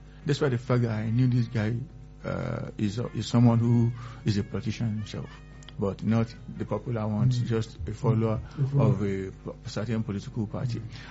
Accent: Nigeria; I'm a Nigerian

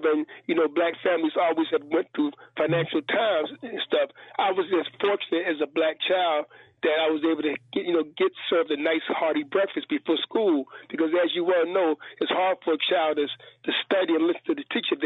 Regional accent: Philadelphia, Pennsylvania, United States; And I grew up in the heart of North Philadelphia near 60th and Susquehanna.

